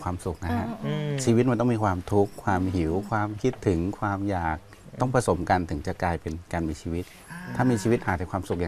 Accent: Surat Thani, Thailand; born or raised there

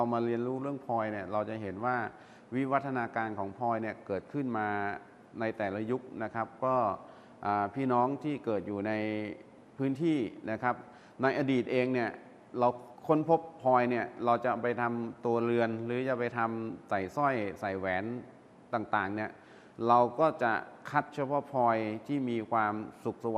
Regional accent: Bo Rai district, Trat, Thailand

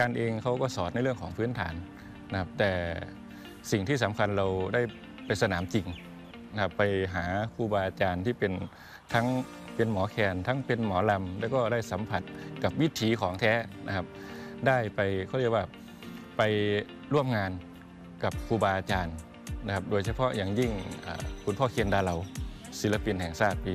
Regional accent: Kuchinarai, Kalasin, Thailand; บ้านเกิดผมอยู่ที่กุชินารายครับจังหวัดกาฬสินธุ์ตอนเป็นเด็กนะครับ

